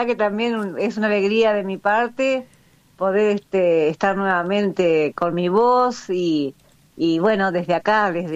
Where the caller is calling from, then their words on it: General La Madrid, Buenos Aires Province, Argentina; soy una mujer rural de General La Madrid, provincia de Buenos Aires, una pequeña ciudad de aquí del sudoeste de la provincia. Estoy más o menos a unos 20 kilómetros de la planta urbana del pueblo y estoy viviendo en el campo sola